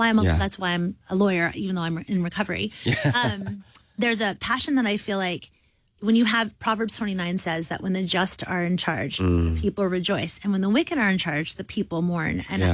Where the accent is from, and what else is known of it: United States